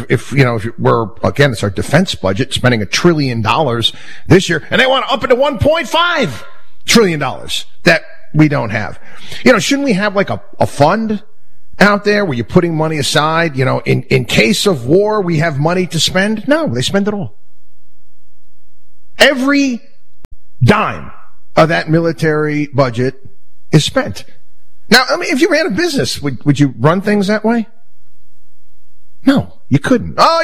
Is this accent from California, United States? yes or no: no; New York, United States; I grew up in New York, and there's a lot of government buildings in the state of New York that are just plain ugly.